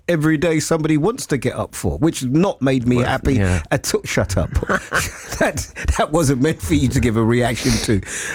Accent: London, United Kingdom; And I'm a Londoner.

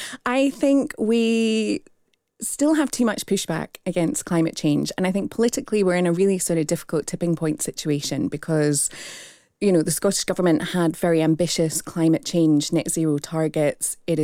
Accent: Australia; accent: strong Australian; now in United Kingdom; I grew up in Australia. You can tell from my strong Australian accent.

